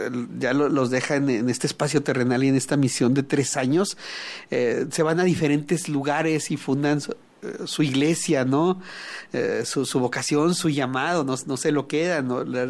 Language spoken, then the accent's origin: Spanish; Mexico City, Mexico; now in Ciudad Juárez, Mexico; Yo soy migrante, yo vengo de la Ciudad de México, pero y Juárez, la verdad es que el 70% es migrante.